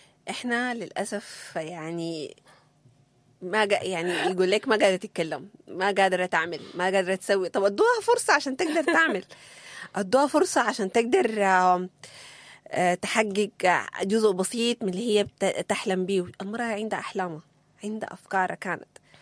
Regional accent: Sudan; احنا كسودانيين عندنا ايمان انه الله موجود، انه الله كريم.

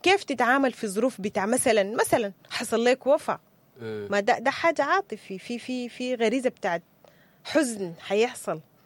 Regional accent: Sudan; احنا كسودانيين

